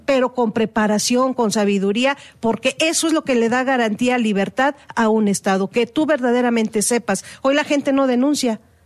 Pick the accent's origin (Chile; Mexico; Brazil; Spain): Mexico; en todos somos mexicanas, mujeres, y es el feminicidio aquí y en Baja California